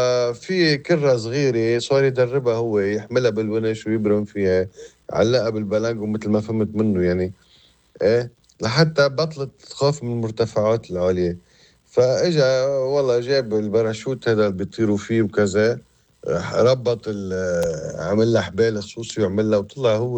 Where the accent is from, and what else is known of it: Akkar, Lebanon